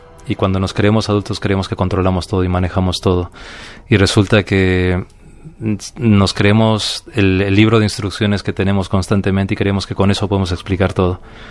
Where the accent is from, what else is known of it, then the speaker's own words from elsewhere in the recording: Peru; now in Madrid, Spain; al ser peruano, siempre lo llevaba por el terreno de la risa